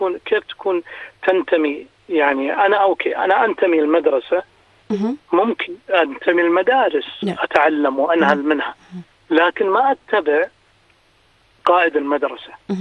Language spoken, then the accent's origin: Arabic; Al Zulfi, Riyadh Province, Saudi Arabia; born there; accent: Najdi; now in Riyadh, Saudi Arabia; انا من الزلفي، يعني مسقط راسي الزلفي ورامي في الرياض